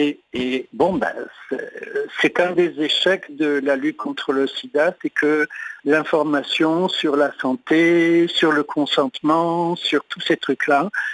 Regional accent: Agen, Nouvelle-Aquitaine, France; Je suis du sud-ouest, moi je suis d'Agen, lui de Toulouse.

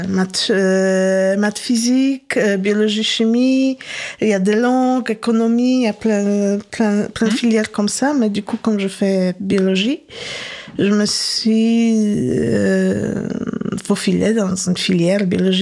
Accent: Poland; born or raised there; first language Polish; French is a second language; moved away as an adult; now in France

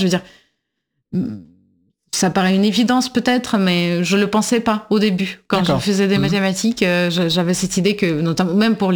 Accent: Russia; French is a second language; Et en tant que russe, je pense que oui, il y a aussi la question d'essayer de redéfinir ce que c'est bon, les sciences russes ou les mathématiques russes

